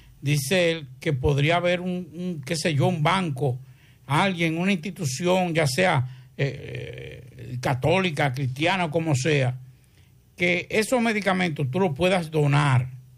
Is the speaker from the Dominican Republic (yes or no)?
yes; Dominican Republic; somos los dos de ahí, nos criamos ahí en Pueblo Nuevo.